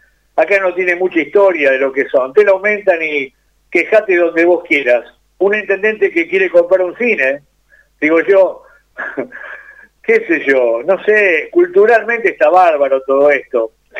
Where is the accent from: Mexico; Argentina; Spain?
Argentina; Así somos los argentinos